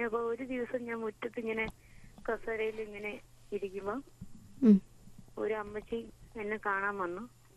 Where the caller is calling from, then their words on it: Koottickal, Kerala, India; ഞാൻ കൂട്ടിക്കിൽ നിന്നാണ് വിളിക്കുന്നത്.